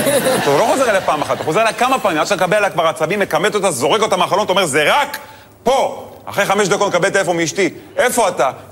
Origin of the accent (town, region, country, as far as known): Netanya, Central District, Israel; born or raised there